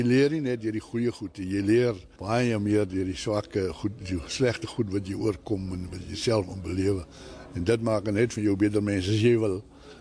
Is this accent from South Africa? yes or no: no; Namibia; ek is gebore in Namibië en groot geword, en een van vier seuns.